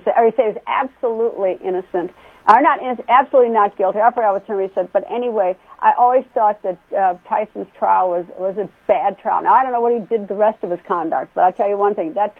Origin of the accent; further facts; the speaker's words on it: Wisconsin, United States; I get that. I'm from Wisconsin.